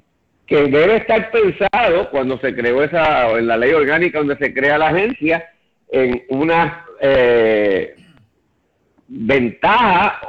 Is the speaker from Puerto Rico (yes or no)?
yes; Puerto Rico